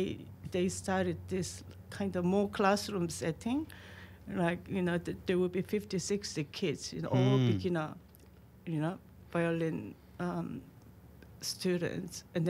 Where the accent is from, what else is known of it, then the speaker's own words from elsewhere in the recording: Daegu, South Korea; now in Australia; The primary school I attended in Daegu, in my home country.